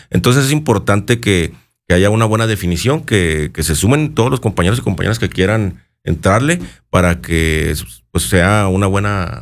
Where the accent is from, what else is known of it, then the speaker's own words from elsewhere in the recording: Chihuahua, Mexico; Nosotros somos de Chihuahua